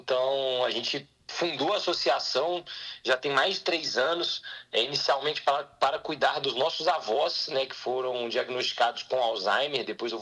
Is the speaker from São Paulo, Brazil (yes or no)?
no; Belo Horizonte, Minas Gerais, Brazil; E eu nasci aqui em Belo Horizonte, no bairro Floresta, no qual eu morei grande parte da minha vida. Hoje eu moro ainda em Belo Horizonte, mas no bairro Cidade Nova.